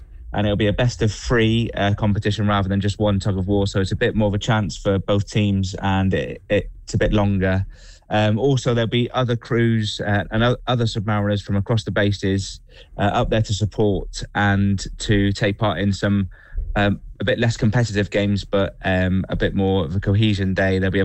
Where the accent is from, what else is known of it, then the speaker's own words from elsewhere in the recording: Plymouth, South West England, United Kingdom; I'm from Plymouth, based in Plymouth, and I've always had allegiance to Plymouth